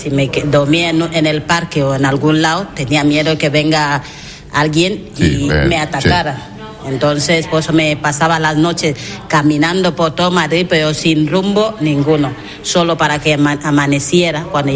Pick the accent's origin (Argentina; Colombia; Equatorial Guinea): Equatorial Guinea; Spanish is a second language; moved away as an adult; now in Spain; le conocí en mi país, en Guinea.